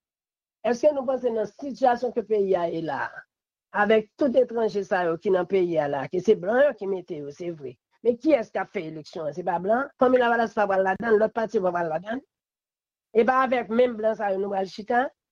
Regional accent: Haiti; Et je ne crois pas que c'est seul président Aristide, en tant que haïtien seulement, que nous gagnons.

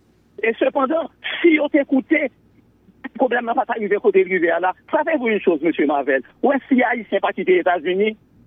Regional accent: Haiti

